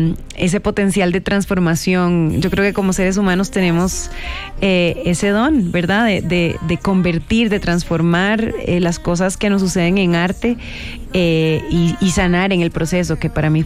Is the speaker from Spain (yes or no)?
no; Costa Rica; en mi país, en Costa Rica